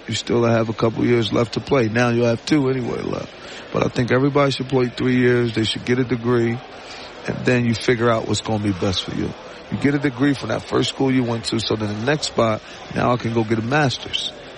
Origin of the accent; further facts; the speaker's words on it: Camden, New Jersey, United States; moved away; Like, I am from New Jersey, born and raised in Camden, New Jersey. That means everything to me